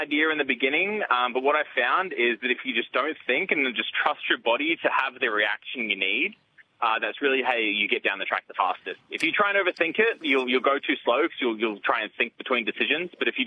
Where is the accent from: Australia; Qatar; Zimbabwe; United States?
Australia; That's why my nickname on the tour is … Because I'm from Australia, I crash way too much.